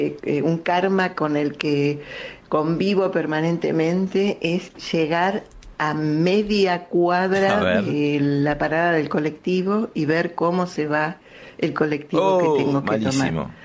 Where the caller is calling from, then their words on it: Buenos Aires, Argentina; de Devoto.